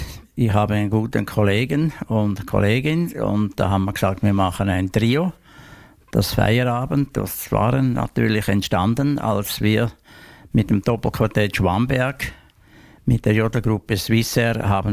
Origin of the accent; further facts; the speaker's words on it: Appenzell, Switzerland; accent: Appenzell dialect; Mein Dialekt ist aus dem Appenzellerland, weil ich bin ein Appenzeller mit Leib und Seele.